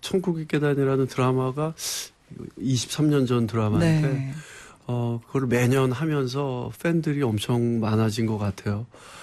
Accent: Seoul, South Korea; 저는 뭐 서울에서 기자님 말씀하셨듯이 태어나고 서울에서 학교를 다 다녔고요. 서울에서 자라면서 이 추억도 굉장히 많고요.

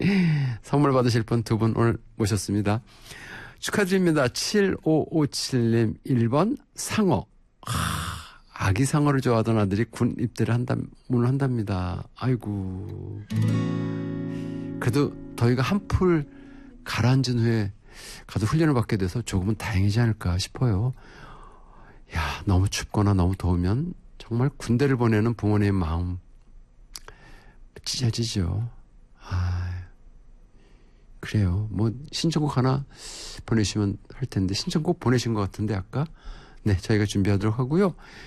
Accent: Donghae, Gangwon, South Korea; moved away; 강원도 동해 바다 놀러 갔죠. 제 고향이기도 한 곳에 가서

